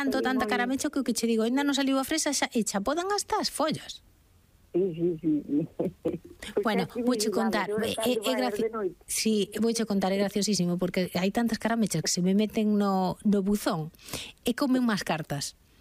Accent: Galicia, Spain; Bueno, pero como os galegos cando plantamos, non somos pobres

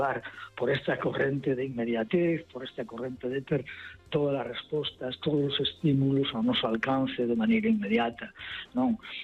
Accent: Vigo, Galicia, Spain; born there; also born or lived in Santiago de Compostela; Onde nacín en Vigo e onde pasei moitísimos anos en Santiago de Compostela.

